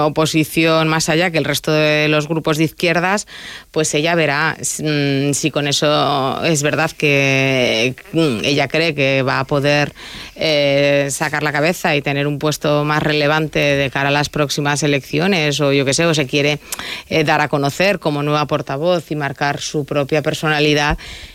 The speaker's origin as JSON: {"language": "Spanish", "country": "Spain", "said": "nosotros desde Zaragoza somos españoles. Antes que cualquier cosa, somos españoles."}